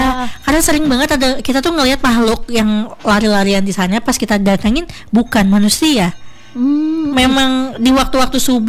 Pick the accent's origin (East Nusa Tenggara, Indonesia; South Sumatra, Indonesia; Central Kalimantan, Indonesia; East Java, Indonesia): Central Kalimantan, Indonesia; Sampit; moved away; also born or lived in Banjarmasin; karena aku besar di sana, aku lebih ngerasa kampung halamanku tuh di Sampit daripada di Banjarmasin.